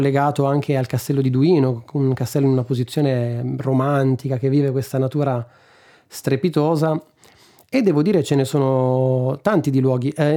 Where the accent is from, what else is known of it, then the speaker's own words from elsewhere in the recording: Apulia, Italy; Io sono pugliese, del Gargano, un altro carso.